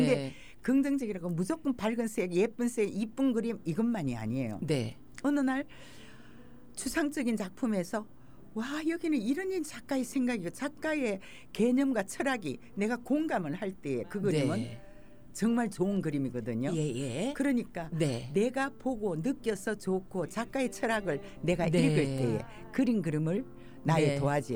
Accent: Gyeongsang, South Korea; 경상도 사람이라서

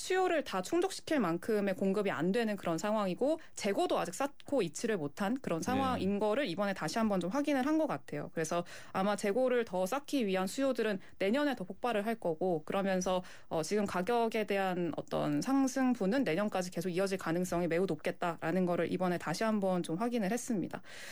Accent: South Korea; 이게 약간 또 아무래도 한국 사람이다 보니까 심리가 네.

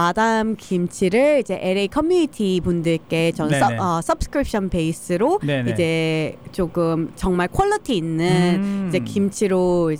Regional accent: South Korea; also born or lived in Toronto, Canada; 아기 때 한국을 갔어요. 그래서 그 과정을 반복을 하면서 저는 2세도 아니고 1.5세도 아니고 되게 저의 정체성에 대한 고민을 정말 많이 했단 말이에요.

